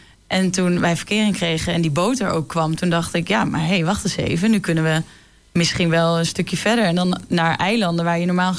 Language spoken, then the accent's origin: Dutch; Roden, Drenthe, Netherlands; moved away; also born or lived in Groningen / Amsterdam; Ik ben opgegroeid in Rode. Ben geboren in Groningen, opgegroeid in Rode, dus in Drenthe.